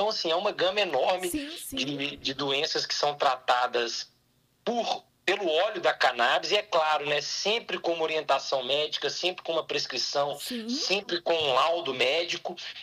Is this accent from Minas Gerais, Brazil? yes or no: yes; Belo Horizonte, Minas Gerais, Brazil; Eu sou de 94, né, Diva? Eu vou completar meus 32 anos. E eu nasci aqui em Belo Horizonte, no bairro Floresta, no qual eu morei grande parte da minha vida. Hoje eu moro ainda em Belo Horizonte, mas no bairro Cidade Nova.